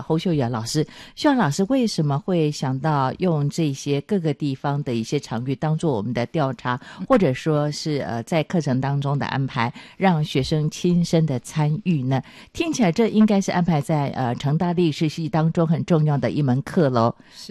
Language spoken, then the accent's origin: Chinese; Chiayi, Taiwan; 我的老家在嘉义